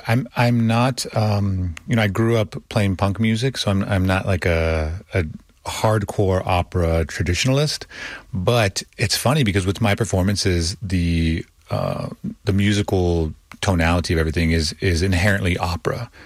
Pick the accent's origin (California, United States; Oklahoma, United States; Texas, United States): Texas, United States; Austin; I grew up in Austin, but I spent a lot of time in Laredo.